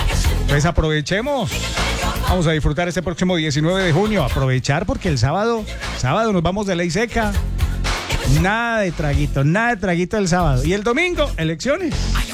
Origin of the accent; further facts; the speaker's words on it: Filadelfia, Caldas, Colombia; born there; desde Filadelfia.